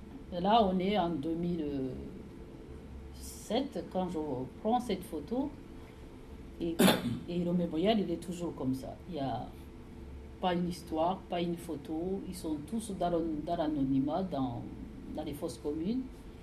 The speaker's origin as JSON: {"language": "French", "country": "Rwanda", "moved": "yes", "said": "Le mémorial est de chez moi, à Détroit commune. Quand je suis retournée au Rwanda"}